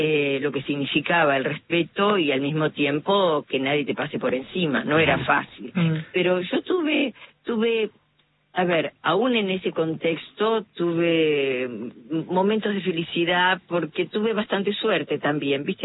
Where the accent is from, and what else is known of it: Buenos Aires, Argentina; born or raised there